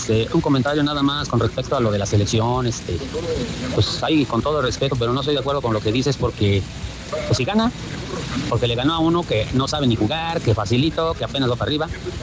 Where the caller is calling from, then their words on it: Mexico; somos mexicanos